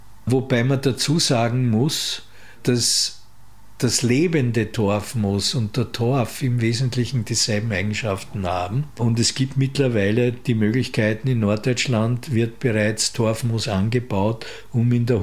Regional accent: western Austria, Austria; bei uns in Westösterreich bis Salzburg hinein eine Streuwiesenkultur entwickelt

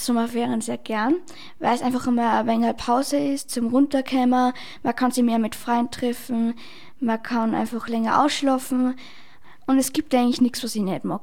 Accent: Austria; Du hast eh schon vorher gesagt, bei uns in Österreich gibt es 9 Wochen.

